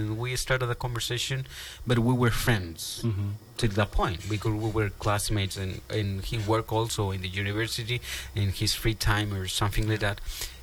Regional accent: Tepatitlán, Jalisco, Mexico; I was born and raised in Tepatitlan, Jalisco, Mexico. In Mexico, that lands are lands of martyrs, many martyrs in there, and our faith is people is very religious. 99% is Catholic.

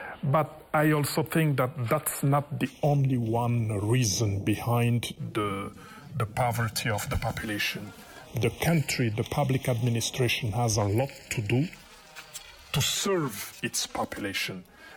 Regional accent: DR Congo; moved away as an adult; also born or lived in Taiwan; I am from the Congo

